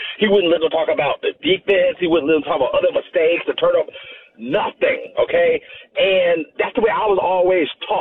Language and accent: English; Atlanta, Georgia, United States; you know I'm being honest here because I'm from Atlanta.